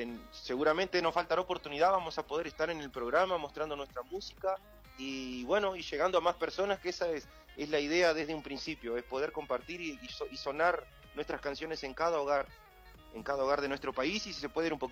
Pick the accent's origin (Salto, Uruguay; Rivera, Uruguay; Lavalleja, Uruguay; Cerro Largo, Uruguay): Rivera, Uruguay; Tranqueras; soy de la ciudad de Tranquera, una localidad que me vio crecer, me vio nacer y crecer y que me encanta, la ciudad que llevo en el corazón.